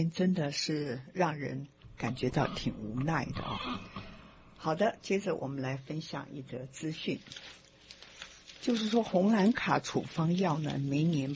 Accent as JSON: {"language": "Chinese", "country": "Taiwan", "said": "所以说我们台湾人很关心的一个"}